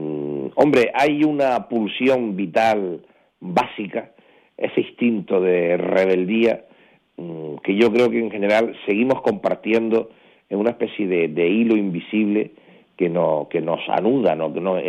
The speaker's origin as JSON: {"language": "Spanish", "region": "Canary Islands", "country": "Spain", "said": "soy de Canarias en el Ayuntamiento de Gran Canaria o soy senador por Gran Canaria, yo no abdico de que mi pasión sigue siendo el archipiélago, ¿no?"}